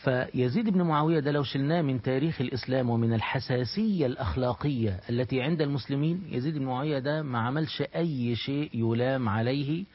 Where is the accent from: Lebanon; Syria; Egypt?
Egypt; خليني أقول لك مثلا باعتباري مصري، هو هضرب لك المثل المصري